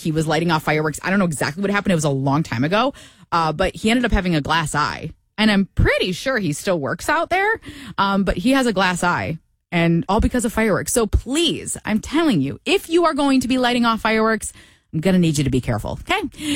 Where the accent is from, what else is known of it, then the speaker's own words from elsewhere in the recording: Michigan, United States; now in Topeka, United States; Where I grew up in Michigan